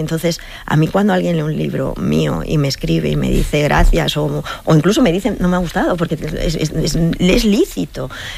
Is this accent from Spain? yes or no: yes; San Sebastián, Basque Country, Spain; del que acaba de ganar la Copa del Rey, porque soy donostiarra